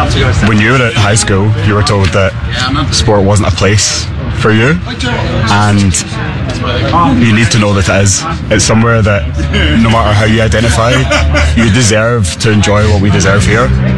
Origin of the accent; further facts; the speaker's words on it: Scotland, United Kingdom; moved away as an adult; now in Australia; I grew up in Scotland, where more than any other country in Europe, queer people are less likely to play sport because of who they are.